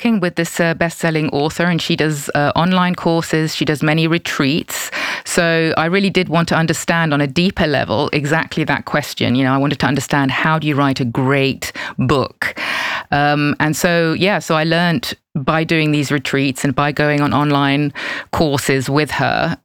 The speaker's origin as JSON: {"language": "English", "town": "Basel", "region": "Basel-Stadt", "country": "Switzerland", "moved": "yes", "said": "So originally I am from Basel, but I spent most of my life living as an expat."}